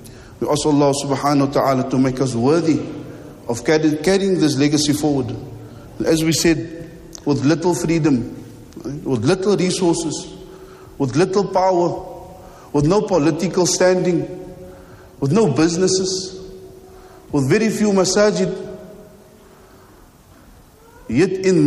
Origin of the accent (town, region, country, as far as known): Egypt; English is a second language; moved away as an adult